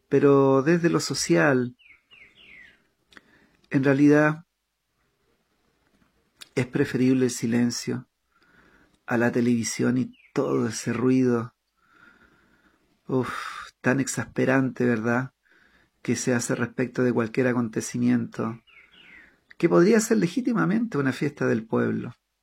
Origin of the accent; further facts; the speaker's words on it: Chile; moved away as an adult; now in Paraguay; Ustedes saben que yo soy chileno, pero no me digan chileno a secas. Porque yo llevo 14 años viviendo en Paraguay